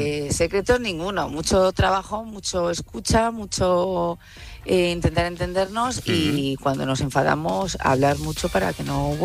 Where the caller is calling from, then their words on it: Madrid, Community of Madrid, Spain; de Madrid.